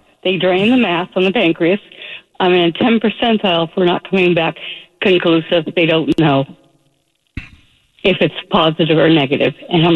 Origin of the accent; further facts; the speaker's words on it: Corona, California, United States; born there; now in Massachusetts, United States; I was born in Corona, California.